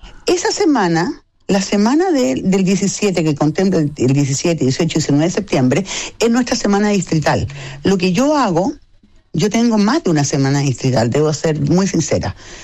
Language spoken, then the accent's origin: Spanish; Chile